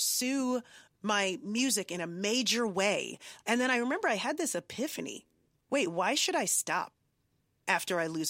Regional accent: Nigeria; now in New York, United States; my first thought was, as a Nigerian, or maybe as an Aries, or maybe as a New Yorker, my first thought was, how do I live my best life now?

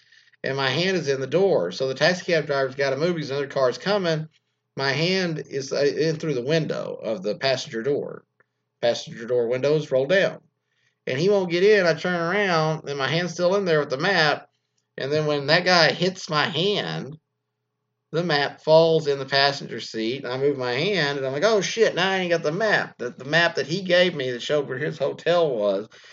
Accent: United States; now in United Kingdom; asked me where in the U.S. I was from because she recognized my accent, which shocked me because I didn't recognize hers.

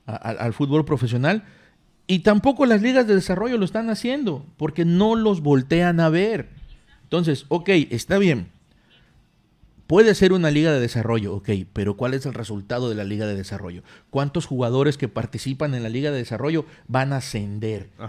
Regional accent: Mexico; No, pero somos mexicanos

